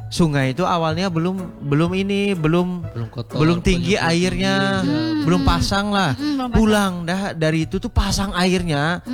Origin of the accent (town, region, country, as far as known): Kalimantan, Indonesia; born there